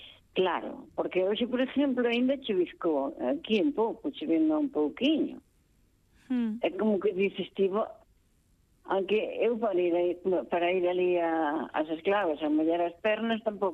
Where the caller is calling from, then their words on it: A Coruña, Galicia, Spain; vivo en Coruña